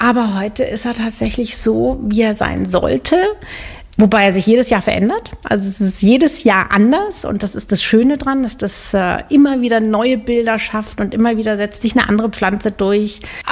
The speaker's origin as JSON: {"language": "German", "town": "Munich", "region": "Bavaria", "country": "Germany", "tie": "born or raised there", "also_born_or_lived": "New England / France / Switzerland", "moved": "as an adult", "said": "Also ich bin tatsächlich direkt neben dem Hofbräuhaus in München aufgewachsen, ohne Garten, ohne Balkon."}